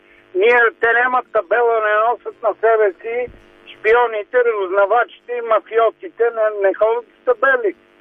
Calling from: Sofia, Sofia City, Bulgaria; Аз съм софиянец, аз ги живея нещата в София

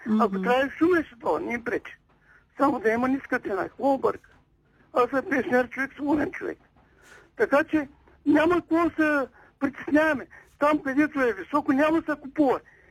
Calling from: Razgrad, Razgrad Province, Bulgaria; от Разград.

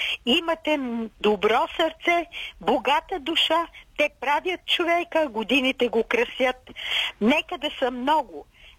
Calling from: Svoge, Sofia Province, Bulgaria; от Своге съм.

